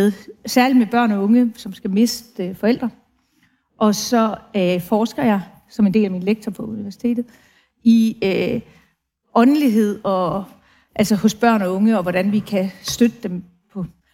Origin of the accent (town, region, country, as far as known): Brønderslev, North Denmark Region, Denmark